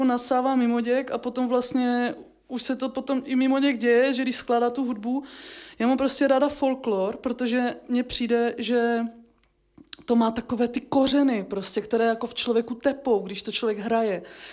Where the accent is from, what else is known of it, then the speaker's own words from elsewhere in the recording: Zlín Region, Czechia; Zároveň jsme hráli v cymbálovce, oba s bráchou, protože jsme z Valašska.